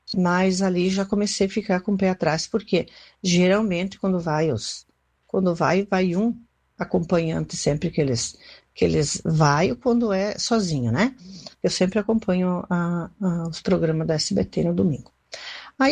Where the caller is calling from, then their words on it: Santa Catarina, Brazil; eu sou de Santa Catarina